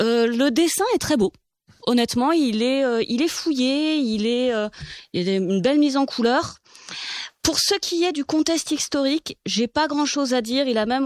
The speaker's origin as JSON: {"language": "French", "town": "Beauvais", "region": "Hauts-de-France", "country": "France", "said": "Moi, je viens du Nord, du coup, du côté de Beauvais."}